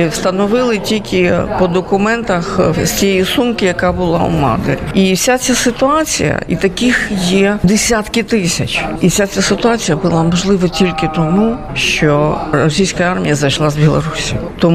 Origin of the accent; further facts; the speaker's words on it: Kyiv, Ukraine; Тому що, як киянка, я народилася в Києві, і під час у лютому 22-го року ми рахували кілометри, на які до нас не дійшли.